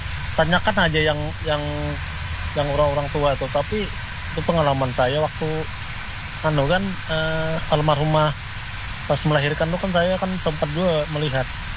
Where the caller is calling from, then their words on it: Banjar, South Kalimantan, Indonesia; kami orang Banjar